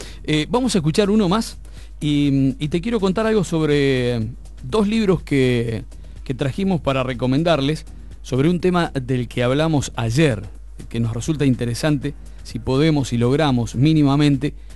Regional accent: General Villegas, Buenos Aires Province, Argentina

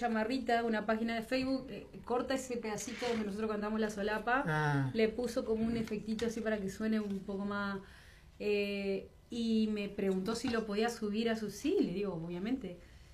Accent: Sauce de Luna, Entre Ríos, Argentina; tengo muchas canciones que nombran a mi pueblo, Sauce de Luna.

